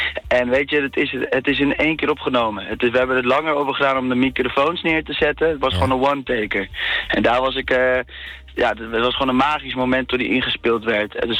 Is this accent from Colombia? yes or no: no; South Africa; now in Netherlands; Ja, ik ben opgegroeid in Zuid-Afrika en daar was ik altijd dat jongetje uit Nederland. En toen ik terugkwam in Nederland was ik altijd dat jongetje uit Zuid-Afrika.